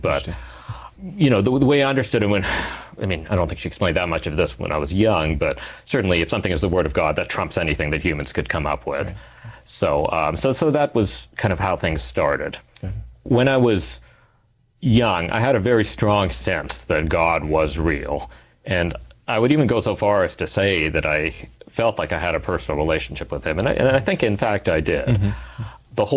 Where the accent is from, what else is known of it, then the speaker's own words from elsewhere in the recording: Vancouver, British Columbia, Canada; Well, I grew up in Vancouver in Canada, and both my parents were Muslim in their background, although they came from rather different places